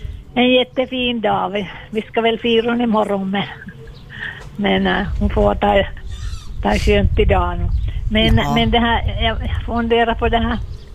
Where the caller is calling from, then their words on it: Kvevlax, Ostrobothnia, Finland; jag var från Kvävlax